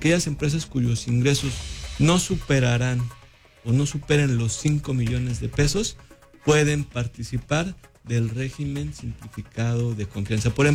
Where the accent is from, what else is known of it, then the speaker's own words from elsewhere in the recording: Mexico; todas las personas que nacemos, que somos mexicanos